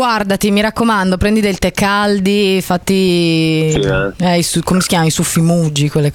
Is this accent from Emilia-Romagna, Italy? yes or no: yes; Bologna, Emilia-Romagna, Italy; qua da bolognese